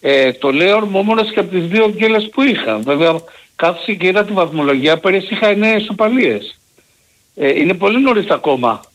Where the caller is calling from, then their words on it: Marousi, Attica, Greece; από το Μαρούσι.